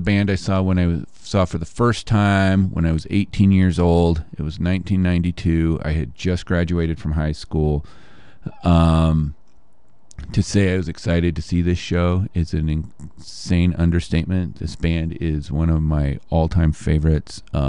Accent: Richfield, Utah, United States; moved away; I grew up in Richfield.

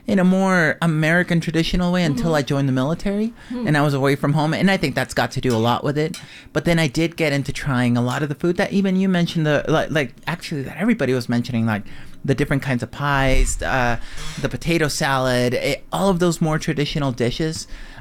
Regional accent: Mexico; now in United States; growing up in Mexico

